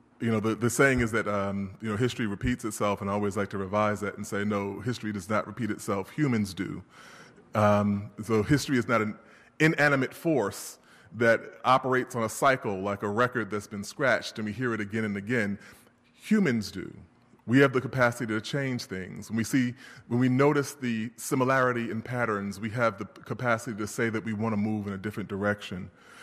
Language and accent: English; New York City, New York, United States; moved away as an adult; also born or lived in Brooklyn; now in Connecticut, United States; Born and raised in Queens, but during graduate school I lived in Brooklyn, so it's kind of a homecoming a little bit, and now I'm in the cold hinterlands of Connecticut.